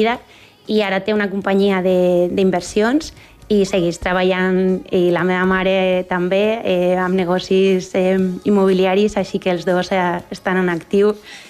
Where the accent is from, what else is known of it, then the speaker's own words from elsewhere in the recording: Madrid, Community of Madrid, Spain; born there; Vaig néixer a Madrid el 4 de gener de 1985.